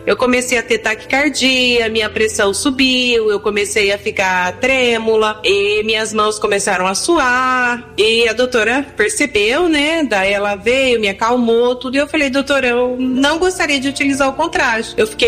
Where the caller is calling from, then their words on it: Campinas, São Paulo, Brazil; sou da cidade de Campinas.